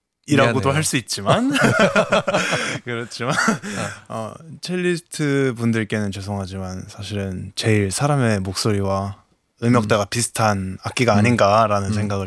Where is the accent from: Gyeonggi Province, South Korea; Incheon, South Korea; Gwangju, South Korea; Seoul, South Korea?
Gyeonggi Province, South Korea; Yongin; 제가 지금도 본가가 용인인데